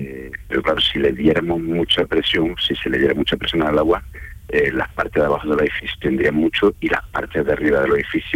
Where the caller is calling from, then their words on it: Roquetas de Mar, Andalusia, Spain; Yo vivo en Roqueta de Mar, en Almería, pero actualmente estoy trabajando en capital y en Linares.